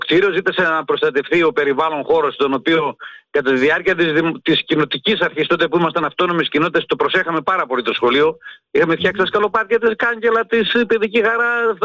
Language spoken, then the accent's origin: Greek; Distrato, Epirus, Greece; now in Konitsa, Greece; Εγώ βέβαια αισθάνομαι τυχερός που μένω στην Κόνιτσα και μπορώ και πηγαίνω στο χωριό, γιατί το έχω αγαπήσει το χωριό. Είμαι 68 χρονών τώρα και πηγαίνω κάθε εβδομάδα στο χωριό μου.